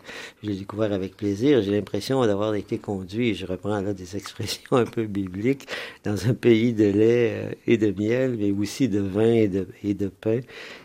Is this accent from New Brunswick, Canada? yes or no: no; Quebec, Canada; ma région natale, la Mauricie